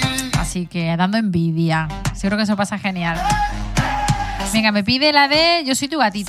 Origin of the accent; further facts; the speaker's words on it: Granada, Andalusia, Spain; los que somos de Granada somos los que menos vamos a Sierra, a la Sierra.